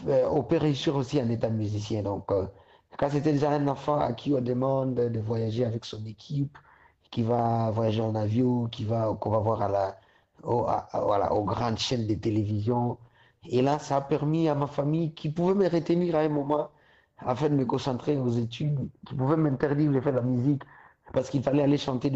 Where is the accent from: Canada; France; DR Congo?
DR Congo; Kivu; Parce qu'il faut savoir que nous sommes du Kivu, nous sommes africains, nous sommes Swahili.